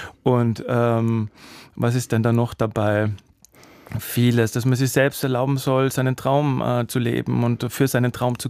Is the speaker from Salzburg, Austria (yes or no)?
yes; Salzburg, Austria; ich meine, ich komme wirklich aus Salzburg, und da ist halt der Mozart